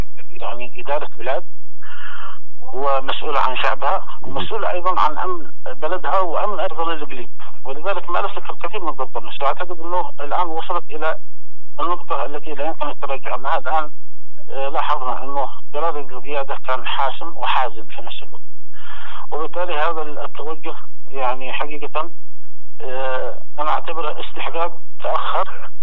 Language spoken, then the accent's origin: Arabic; Yemen